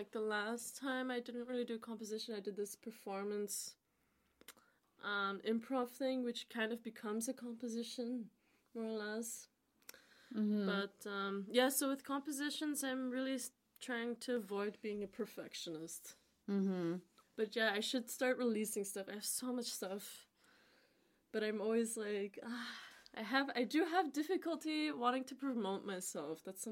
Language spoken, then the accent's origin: English; Toronto, Ontario, Canada; I mean, when I was a teenager, you know, like growing up in Toronto or whatever, we used to go to this place called the Masonic Lodge